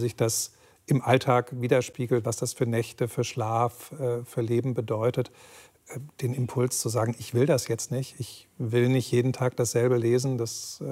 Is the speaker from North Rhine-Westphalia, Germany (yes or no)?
yes; Solingen, North Rhine-Westphalia, Germany; Ich meine, ich bin in Solingen aufgewachsen, in der Nähe von Düsseldorf.